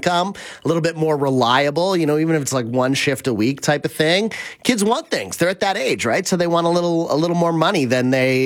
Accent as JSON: {"language": "English", "town": "Abbotsford", "region": "British Columbia", "country": "Canada", "tie": "born or raised there", "said": "Like, I grew up in Abbotsford, right? And all my friends did that all summer."}